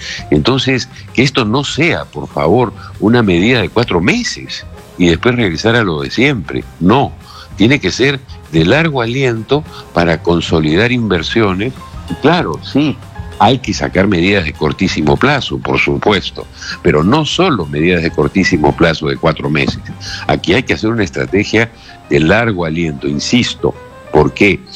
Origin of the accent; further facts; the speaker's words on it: Peru; el problema del sector textil, confecciones en mi país